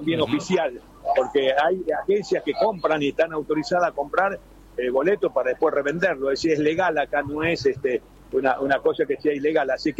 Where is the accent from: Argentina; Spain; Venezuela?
Argentina; los argentinos cuando vamos a Chile